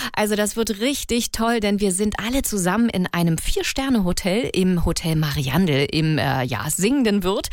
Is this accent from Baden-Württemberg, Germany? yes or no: no; Berlin, Germany; Erstens, neuer Dialekt. Ich bin ja Berliner Mädchen.